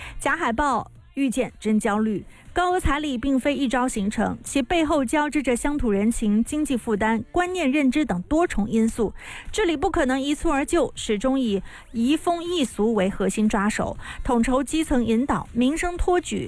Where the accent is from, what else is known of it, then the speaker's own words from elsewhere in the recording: Jiangxi, China; 你哪里人？我说我是江西人。